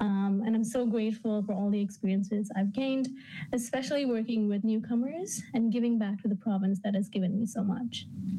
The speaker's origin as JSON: {"language": "English", "town": "Bangalore", "region": "Karnataka", "country": "India", "tie": "born or raised there", "moved": "yes", "lives_now": "Dubai, United Arab Emirates", "said": "I grew up in Bangalore, a metropolitan city in South India, and moved to Dubai with my family in 2012."}